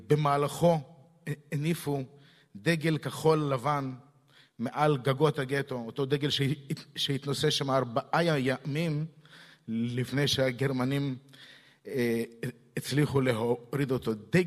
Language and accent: Hebrew; Odesa, Odesa Oblast, Ukraine; now in Israel; אני גדלתי באודסה, זאת אומרת, הנופים של חמשתם הם תבנית נוף מולדתי איפשהו.